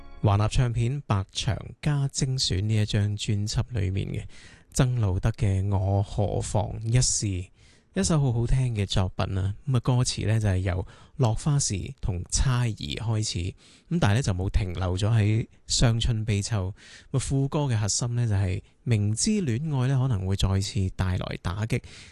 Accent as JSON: {"language": "Cantonese", "country": "Hong Kong", "said": "我哋香港人呢就即係比較內斂啲啦"}